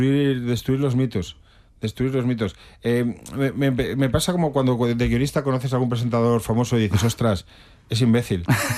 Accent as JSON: {"language": "Spanish", "town": "Ribadelago", "region": "Castile and León", "country": "Spain", "tie": "born or raised there", "said": "En mi pueblo, se llama Riva del Lago, hubo una tragedia, se rompió una presa en los años 50, en el año 59."}